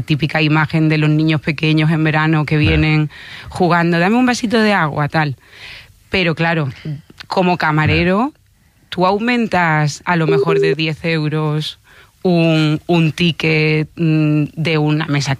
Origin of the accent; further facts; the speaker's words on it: Seville, Andalusia, Spain; encima soy sevillana, he sido camarera en Sevilla